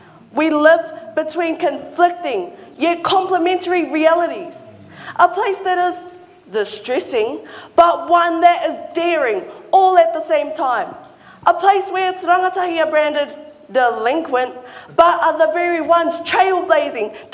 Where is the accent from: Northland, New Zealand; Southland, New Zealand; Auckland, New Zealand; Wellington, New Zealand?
Northland, New Zealand; Kaikohe; my hometown of Kaikohe.